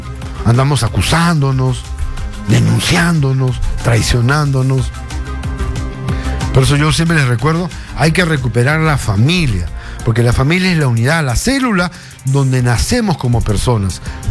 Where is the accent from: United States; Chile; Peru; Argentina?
Peru; lo fervorosos que somos los peruanos, sobre todo en Lima